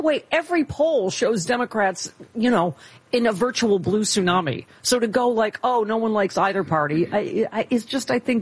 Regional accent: California, United States; Like, I'm from California.

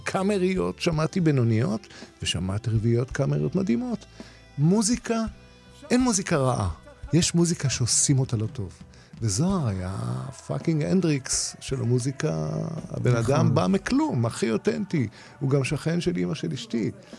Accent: Rehovot, Central District, Israel; פגשתי את אני מרחובות, אז הוא מכיר אותי, ואני מכיר אותו

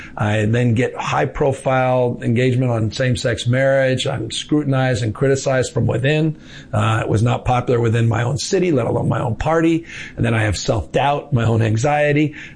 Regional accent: California, United States; You're presumably talking about my home state, $62.1 billion economic output in ag alone, more forestry jobs, more hunting jobs in my state.

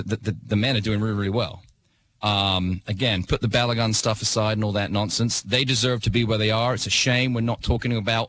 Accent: England, United Kingdom; now in United States; being English

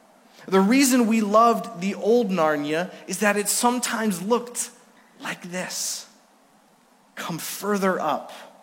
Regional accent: Villach, Carinthia, Austria; I was born in Villach, Austria. It's down in the south side of Austria, about 20 minutes from Italy, because that's where my parents served as missionaries after being sent out by this church in 1980. Now, even though I was born there, even though I lived there all my life

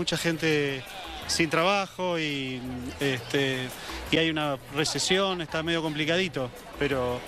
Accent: Argentina

